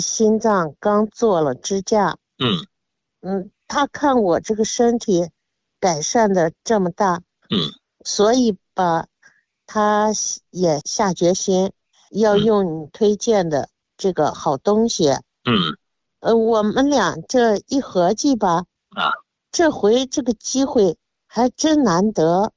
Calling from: Hebei, China; 冯老师，我是河北的。

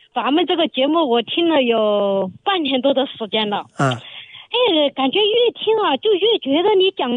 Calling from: Kunming, Yunnan, China; 我是昆明的新听众啊

